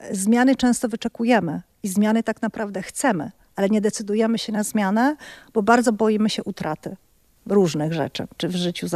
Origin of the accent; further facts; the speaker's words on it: Kalisz, Greater Poland Voivodeship, Poland; born there; also born or lived in Poznań / New York; now in Gdańsk, Poland; Urodziłam się w Kaliszu, w sumie byłam 25 lat w Poznaniu, ponad 7 w Nowym Jorku. Teraz jestem 5. rok w Gdańsku. Myślę, że jednak jestem z Kalisza. Tam jesteśmy, gdzie nasze groby, naszych przodków, tam gdzie ta historia się zaczęła, więc myślę chyba o sobie jako dziewczynie z Kalisza w podróży.